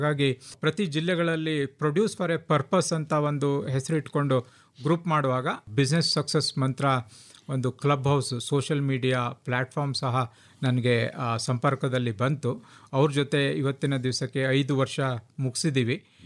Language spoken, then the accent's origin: Kannada; Kumta, Karnataka, India; moved away as an adult; now in Uttar Pradesh, India; ನಮ್ಮ ಊರು ಕುಮಟಾ ಕುಜಳ್ಳಿ ಅಲ್ಲಿ ಇದ್ದೀವಿ.